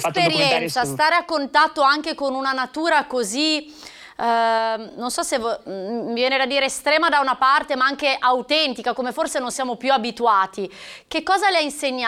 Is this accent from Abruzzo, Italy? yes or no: no; Genoa, Liguria, Italy; Siamo genovesi, sì.